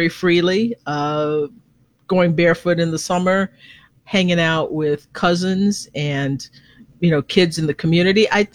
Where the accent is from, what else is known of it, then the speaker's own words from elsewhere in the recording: Conroe, Texas, United States; also born or lived in Livingston, Texas; now in Manhattan, United States; But my parents moved to Conroe when I was about 6 months old. So it was a spread out sort of rural town. It was a prosperous town. It was founded as an oil town, and there was a sawmill there.